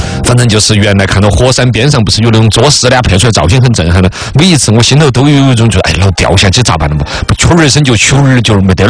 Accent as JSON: {"language": "Chinese", "country": "China", "said": "我们中国人本来就君子不立于危墙之下"}